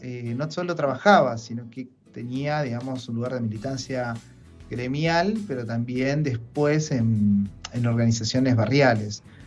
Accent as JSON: {"language": "Spanish", "town": "Beltrán", "country": "Argentina", "tie": "born or raised there", "said": "yo me crié un poco acá adentro, ¿no? Es como nacido y criado en Beltrán y nacido y criado en el instituto."}